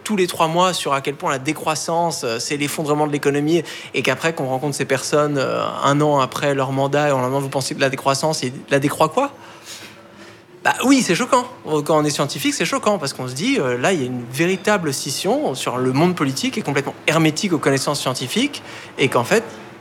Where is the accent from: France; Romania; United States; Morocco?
France; Bailly, Île-de-France; ça s'appelle Bailly, c'est un petit village de quelques milliers d'habitants, c'est quand même la campagne, hein. C'est coincé entre les plaines de Versailles, dont un grand domaine agricole, et la forêt de Marly. Donc moi j'ai grandi dans la vieille ferme rénovée de ma famille, qui est là depuis plusieurs générations.